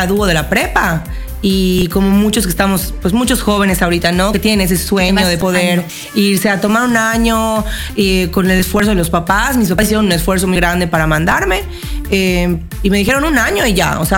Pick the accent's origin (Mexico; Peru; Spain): Mexico; Yucatán; moved away as an adult; now in Europe; un espejo de lo que somos nosotros los mexicanos y los yucatecos.